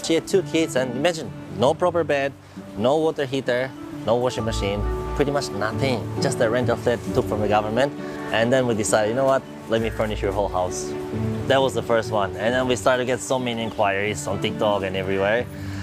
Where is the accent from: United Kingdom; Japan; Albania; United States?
Albania; now in Singapore; Like, I come from Albania.